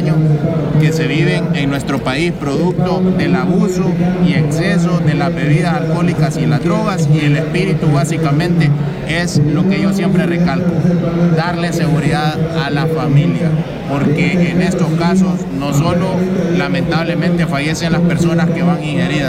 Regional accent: Honduras; Como hondureños, nosotros tenemos que poner de nuestra parte.

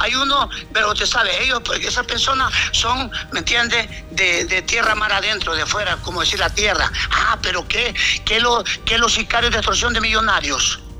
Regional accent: Honduras

